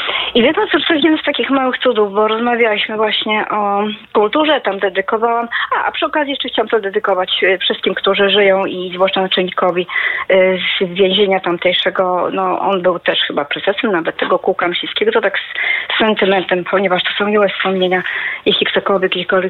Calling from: Wrocław, Lower Silesian Voivodeship, Poland; ja z Wrocławia

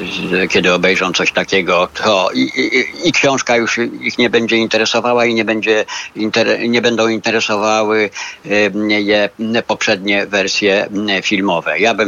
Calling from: Warsaw, Masovian Voivodeship, Poland; Z Warszawy

